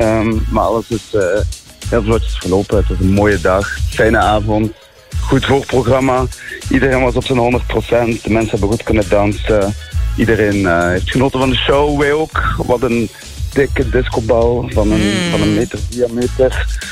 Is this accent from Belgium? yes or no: yes; Houthalen-Helchteren, Flanders, Belgium; born there; We zijn eigenlijk allemaal afkomstig van Houthalen